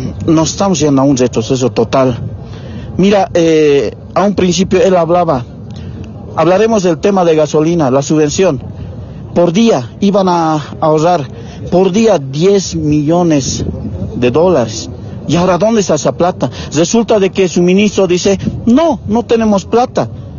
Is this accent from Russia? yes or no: no; Bolivia; usted mismo como boliviana